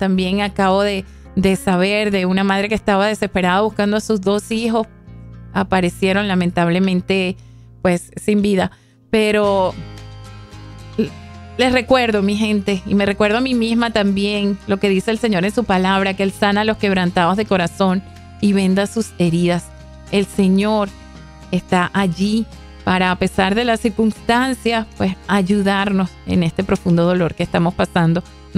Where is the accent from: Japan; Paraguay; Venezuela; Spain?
Venezuela; Y aquí estoy como venezolana